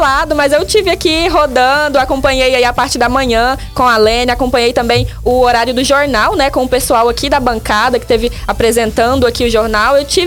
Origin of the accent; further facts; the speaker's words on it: Porangatu, Goiás, Brazil; Sou natural de Porangatu